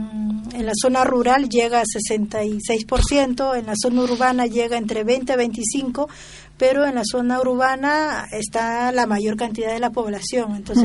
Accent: Peru

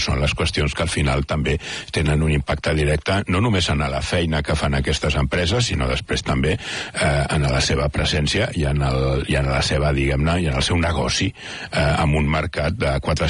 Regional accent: Catalonia, Spain

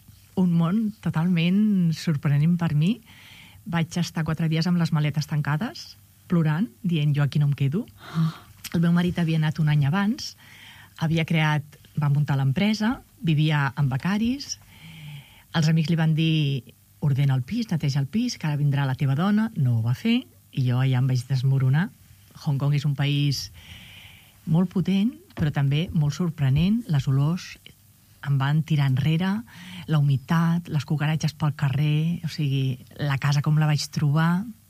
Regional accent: Barcelona, Catalonia, Spain; born there; Doncs vaig néixer a Barcelona, ara farà 62 anys, a la zona de l'Eixample. Ara visc a les Corts.

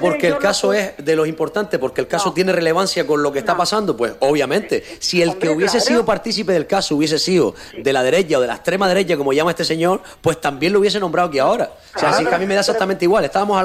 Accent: Canary Islands, Spain; como canarios que somos

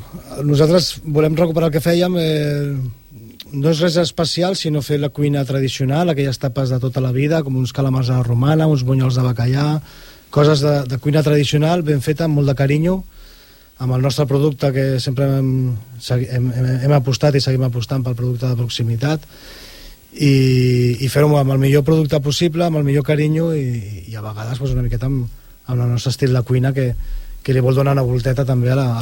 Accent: Sant Boi de Llobregat, Catalonia, Spain; jo em vaig criar al Marianao els primers anys a la cooperativa i a partir dels 10 vaig estar vivint al Marianao

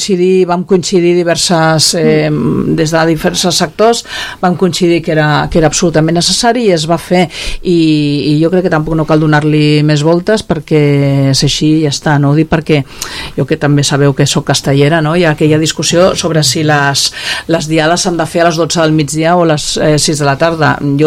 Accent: Cubelles, Catalonia, Spain; Jo sempre dic que sóc de Cubelles de tota la vida, però els meus pares no ho eren

